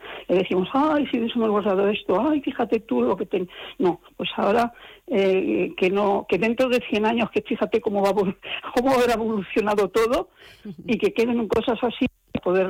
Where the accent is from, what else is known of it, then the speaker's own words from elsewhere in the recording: Madrid, Community of Madrid, Spain; somos de Madrid